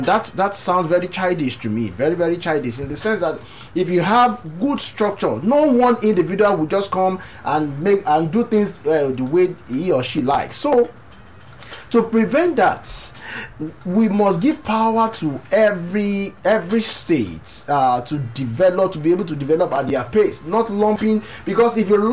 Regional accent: Ogun, Nigeria; now in Lagos, Nigeria; if I'm resident in Lagos State now, and I'm from Ogun State.

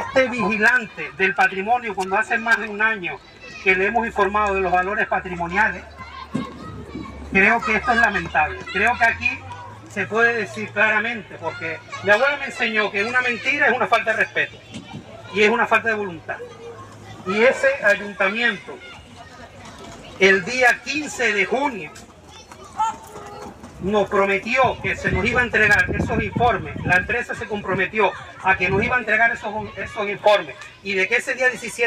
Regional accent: Santa Cruz de Tenerife, Canary Islands, Spain; now in Güímar, Spain; yo soy de Santa Cruz, vivo en Güímar

